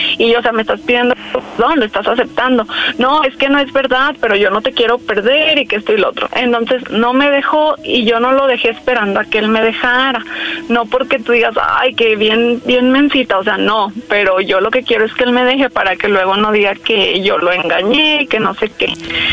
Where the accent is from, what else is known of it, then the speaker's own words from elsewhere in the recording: Tonalá, Jalisco, Mexico; Nos vamos como anónimos, pero soy de Tonalá, Jalisco.